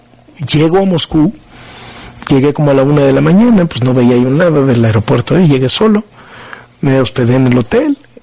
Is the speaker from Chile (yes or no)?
no; Mérida, Yucatán, Mexico; Sí, a mi tierra, Mérida.